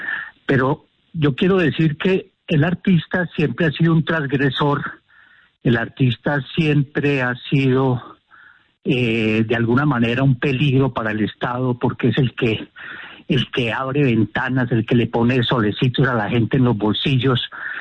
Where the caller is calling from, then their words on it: Antioquia, Colombia; La llamo de las montañas de Antioquia.